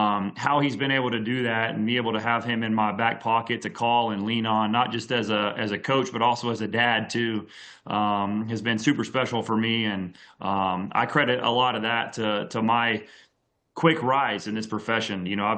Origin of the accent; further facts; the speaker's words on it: Lubbock, Texas, United States; also born or lived in Abilene; Yeah, so, I was born in Abilene, Texas, but I really grew up in Lubbock whenever my dad took that job there at Texas Tech in 1999, and Lubbock is home for me.